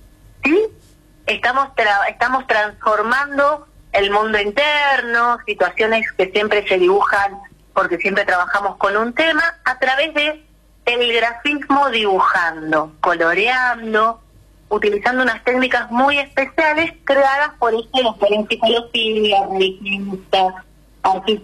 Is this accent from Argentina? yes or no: yes; Argentina